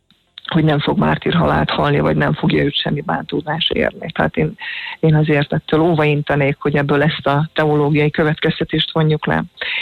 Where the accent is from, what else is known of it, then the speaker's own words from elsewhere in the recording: Hungary; nagyon magyarok voltunk